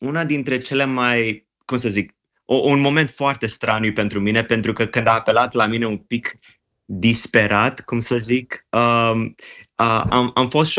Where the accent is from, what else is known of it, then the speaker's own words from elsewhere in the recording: Iași County, Romania; mama se trage de acolo, bunicii mei sunt din Moldova de lângă Iași. Așa. Și am copilărit pe acolo și am avut tot timpul curiozitatea asta să aflu mai departe.